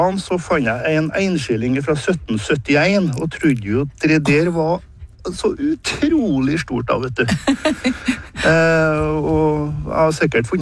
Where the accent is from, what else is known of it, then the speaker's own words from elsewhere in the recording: Frøya, Trøndelag, Norway; på Frøya der jeg kommer fra.